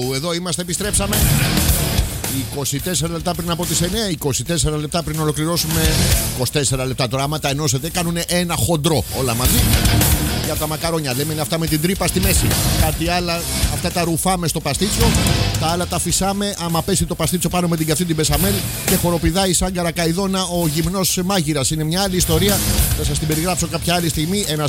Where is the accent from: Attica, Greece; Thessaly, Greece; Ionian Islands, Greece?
Attica, Greece; Athens; Εμείς που μέναμε, που μεγαλώσαμε στην Κυψέλη